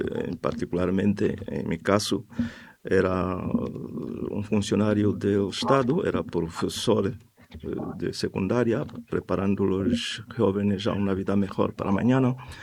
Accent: Angola; Spanish is a second language; La experiencia de lo que ha pasado en mi país es una pésima experiencia que sigue teniendo consecuencias hasta el momento presente. Nosotros lo vivimos en carne y hueso.

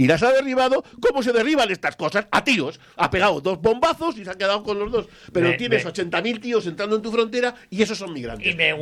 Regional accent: Spain

